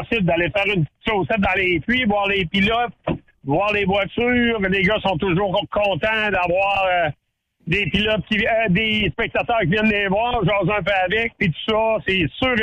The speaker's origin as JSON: {"language": "French", "region": "Quebec", "country": "Canada", "said": "chez nous au Québec"}